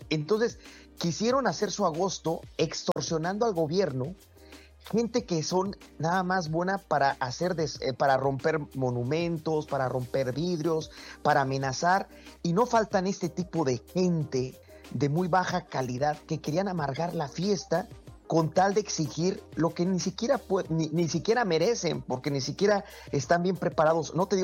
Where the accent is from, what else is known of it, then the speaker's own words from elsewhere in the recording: Mexico; Venimos mexicanos